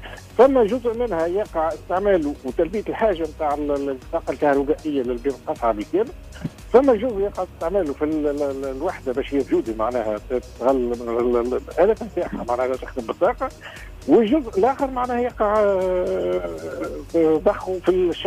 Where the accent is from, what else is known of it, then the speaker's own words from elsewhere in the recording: Tunisia; عندنا في تونس